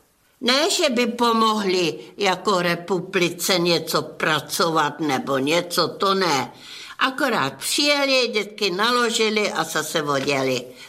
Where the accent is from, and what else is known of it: Ústí nad Labem Region, Czechia; born there